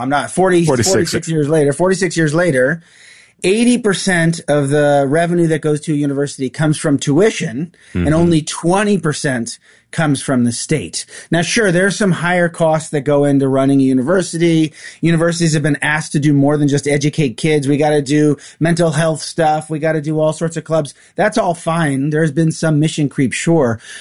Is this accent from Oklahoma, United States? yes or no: no; California, United States; so I grew up in California. My parents are the product of California state universities.